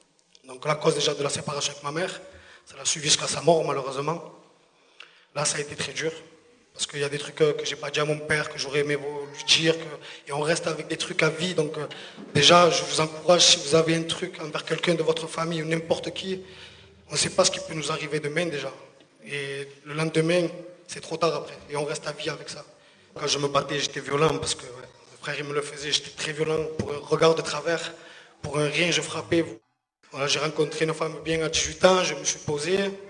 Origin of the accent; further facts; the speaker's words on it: Marseille, Provence-Alpes-Côte d'Azur, France; born there; also born or lived in Fos-sur-Mer / Port-de-Bouc; Je suis né à Marseille, dans les quartiers nord, dans les quartiers très difficiles.